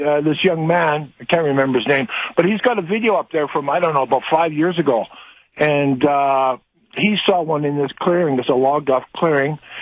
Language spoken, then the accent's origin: English; British Columbia, Canada; now in Alberta, Canada; I'm in Alberta now, but I was raised, born and raised in Vancouver Island, and had an encounter with my native buddy.